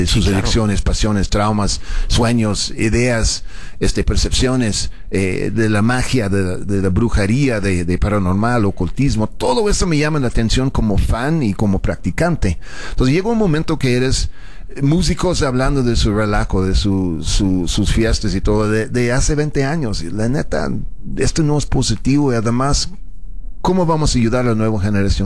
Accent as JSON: {"language": "Spanish", "region": "Mexico City", "country": "Mexico", "said": "Soy chilango con acento, pues yo qué hago, ¿no?"}